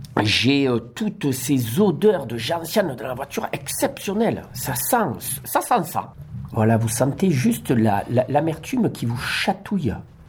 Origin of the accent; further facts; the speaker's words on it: Provence-Alpes-Côte d'Azur, France; moved away; Alors, moi je suis originaire de Camargue.